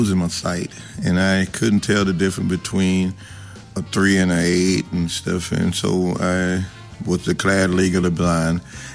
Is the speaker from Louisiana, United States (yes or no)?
yes; Bernice, Louisiana, United States; I'm from Bernice, Louisiana, a little small town.